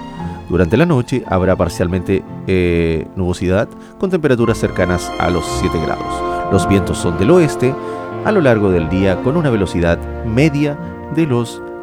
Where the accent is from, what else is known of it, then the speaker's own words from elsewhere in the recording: Chiloé, Los Lagos, Chile; Nosotros acá somos chilotes, cabrón.